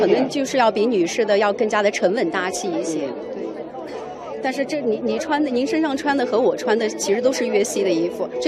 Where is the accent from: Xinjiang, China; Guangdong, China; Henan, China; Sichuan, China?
Sichuan, China; Liangshan; born or raised there